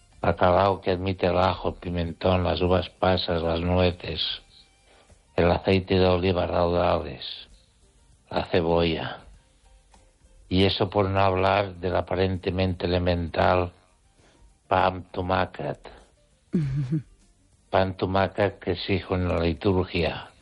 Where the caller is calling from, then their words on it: Catalonia, Spain; desde Cataluña.